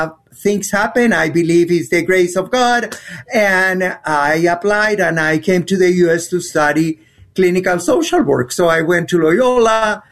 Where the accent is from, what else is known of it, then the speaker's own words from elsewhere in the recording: Colombia; English is a second language; moved away as an adult; now in United States; Well, I'm from Colombia, and I came to the U.S. when I was already 41 because of the middle age crisis.